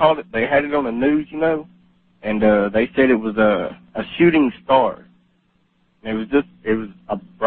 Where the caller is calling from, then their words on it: Dallas, Texas, United States; I'm in Dallas, Texas.